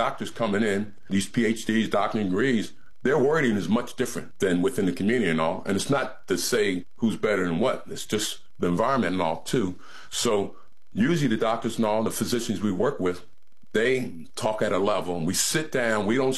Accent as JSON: {"language": "English", "town": "Camden", "region": "New Jersey", "country": "United States", "said": "I'm from Camden, New Jersey, from the projects and all."}